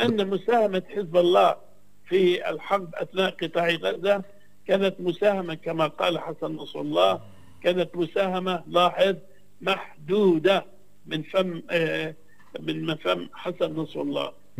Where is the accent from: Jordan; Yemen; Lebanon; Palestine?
Palestine; كوني فلسطيني